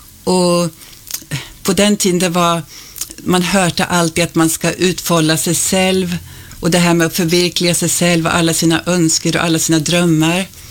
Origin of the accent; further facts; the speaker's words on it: Sweden; Ja, jag kommer från Sverige och jag är född och uppvuxen i en kristen familj